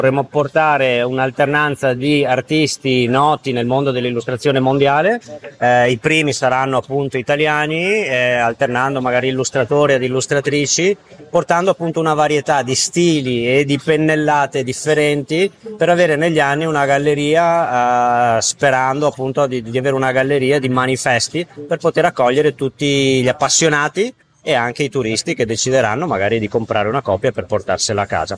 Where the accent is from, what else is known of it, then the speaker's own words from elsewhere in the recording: Jesolo, Veneto, Italy; nella mia città natale